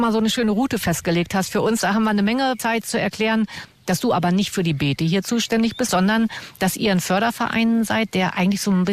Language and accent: German; Göttingen, Lower Saxony, Germany; Ich komme aus Göttingen